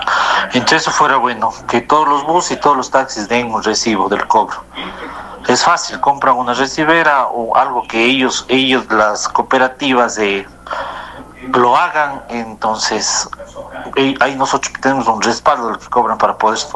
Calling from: Cuenca, Azuay, Ecuador; Yo soy de Cuenca, pero tengo un negocio ahí y todos los días estoy en Gualaceo.

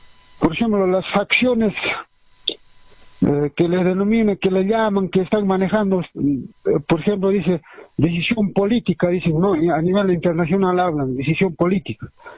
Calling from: Puno, Peru

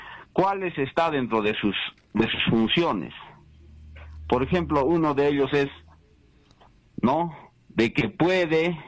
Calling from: Huancané, Puno, Peru; Buenos días, doctor Hernán … ver, desde Huancané.

